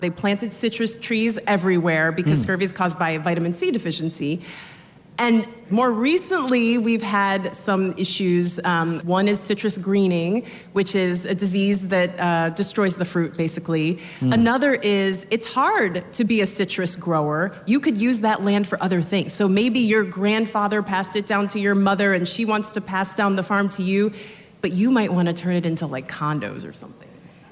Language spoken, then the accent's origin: English; Ohio, United States; I'm including myself in this because I'm originally from Ohio